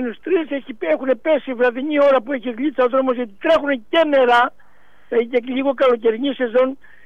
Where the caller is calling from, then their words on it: Greece; Το χωριό μου είναι τα μοιραίκα, όπως ξέρετε, από τους καμένους.